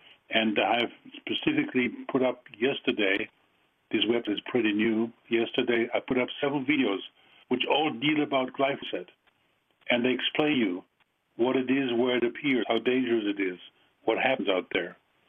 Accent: Germany; accent: German; English is a second language; moved away as an adult; now in United States; Yes, with my strong German accent. I came to the United States as an adult, so I didn't live here all my life. I moved to the United States 25 years ago

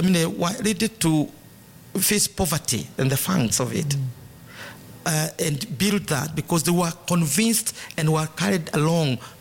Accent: Kenya; But Kenyans are a product of a specific historical conjuncture. We are British.

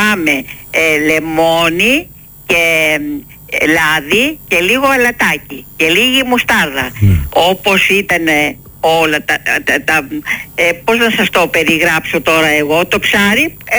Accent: Plaka, Attica, Greece; Είμαι η κυρία από την Πλάκα.

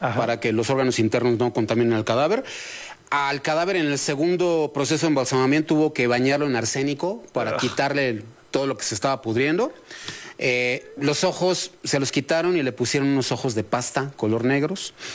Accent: Mexico; Ya sabes cómo somos los mexicanos, ¿no?

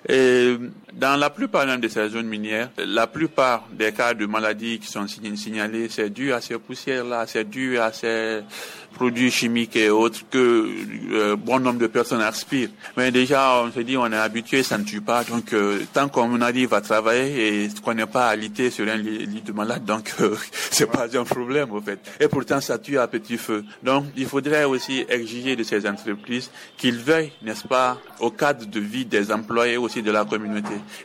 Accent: Siguiri, Kankan Region, Guinea; Entreprise, surtout même chez nous, à Siguiri, c'est comme ça, toujours.

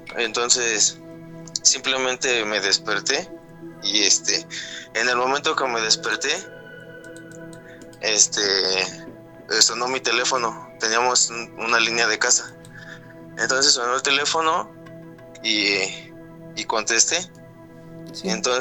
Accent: Mexico City, Mexico; Yo soy de la Ciudad de México, Iztapalapa.

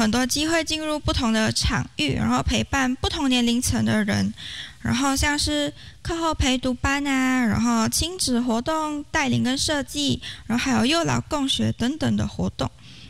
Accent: Kedah, Malaysia; moved away as an adult; now in Taiwan; 我出生于也生长于马来西亚的吉打州，它就是靠近槟城的一个地方。

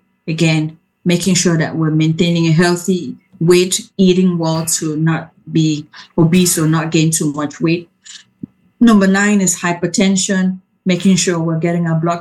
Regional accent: Cameroon; moved away; I come from Cameroon and soccer is a big thing

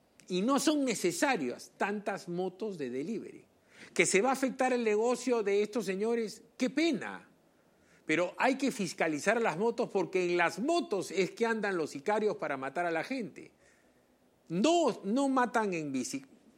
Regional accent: Lima, Peru; en Lima somos 14 millones limeños

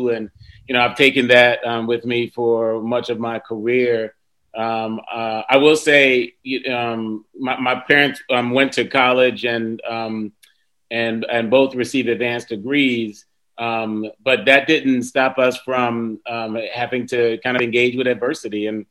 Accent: Cleveland, Ohio, United States; born there; Cleveland, Ohio, which is where I was born. They didn't even have me born on a plane flying over for dual citizenship. So I was born in Cleveland, Ohio, man. But really appreciated that kind of island upbringing

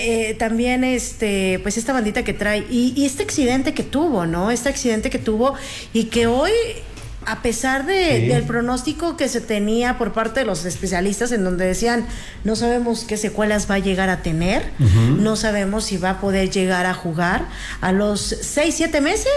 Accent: Mexico

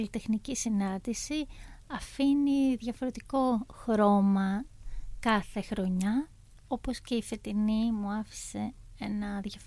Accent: Central Macedonia, Greece; moved away as an adult; also born or lived in Thessaloniki / Athens; Γεννήθηκα στη Θεσσαλονίκη και μεγάλωσα σε ένα χωριό στην Σπενδάμη Πιερίας, σε ένα καπνοχώραφο θα έλεγα.

